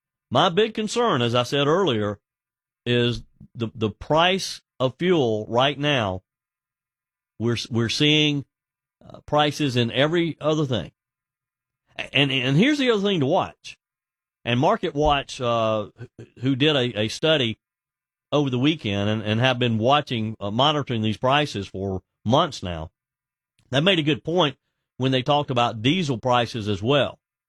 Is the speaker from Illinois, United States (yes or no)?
no; South Carolina, United States; And here in my home state of South Carolina, the state legislature is about to reconvene to consider those congressional districts.